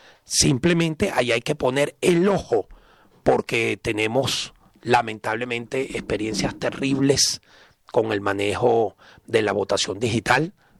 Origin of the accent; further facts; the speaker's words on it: Venezuela; now in Spain; Nosotros históricamente, me refiero a nosotros los venezolanos